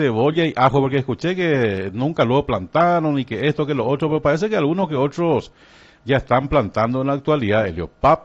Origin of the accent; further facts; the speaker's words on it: Paraguay; nuestro dulce idioma guaraní